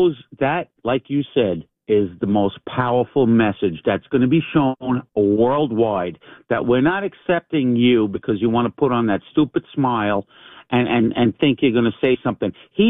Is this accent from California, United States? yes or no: no; Queens, New York, United States; now in Long Island, United States; I grew up in Queens. I live now on Long Island, but I grew up in the housing projects in Queens where everybody was a civil servant.